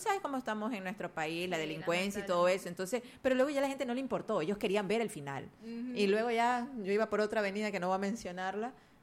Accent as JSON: {"language": "Spanish", "country": "Ecuador", "said": "me voy en la buseta, como buena ecuatoriana."}